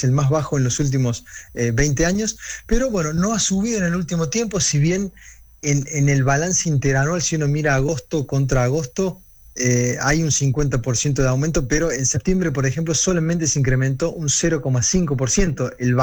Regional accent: Argentina

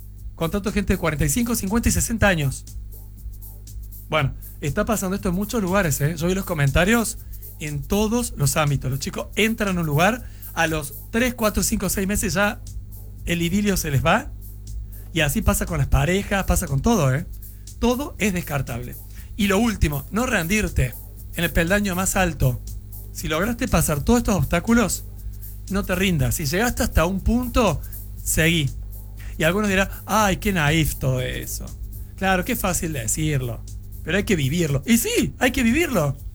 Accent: Argentina

